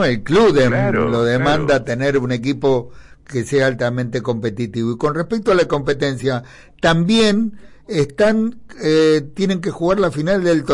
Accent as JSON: {"language": "Spanish", "region": "Buenos Aires", "country": "Argentina", "said": "yo que vengo de un lugar de Buenos Aires"}